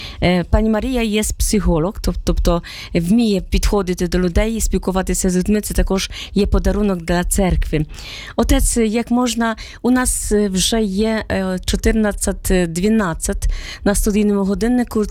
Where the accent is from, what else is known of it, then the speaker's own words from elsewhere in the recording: Poland; Ukrainian is a second language; moved away as an adult; now in Ukraine; у нас в Польщі найкраща оцінка 5. Я з Польщі не сказала, що 34 роки в Україні, і тут працювати з дітьми